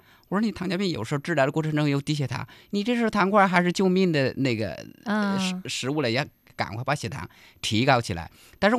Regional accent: China; 比如说我们中国人碳水化合物的饮食

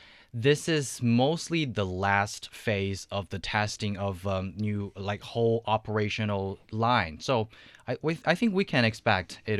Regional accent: Wuxi, Jiangsu, China; my hometown Wuxi

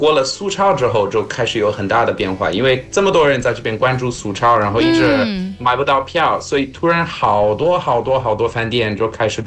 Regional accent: South Africa; Chinese is a second language; now in Nantong, China; 他们都知道我父亲来自葡萄牙，母亲来自法国，我是在南非长大

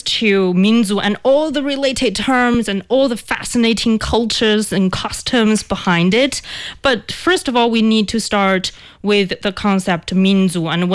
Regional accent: Inner Mongolia, China; English is a second language; But in fact, you know, growing up in Mongolia, we are also having a lot of different ethnic groups.

